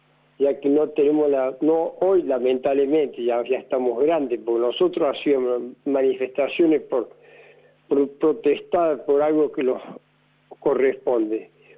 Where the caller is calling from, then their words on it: Córdoba, Argentina; Pero no, yo soy del barrio Alta Córdoba.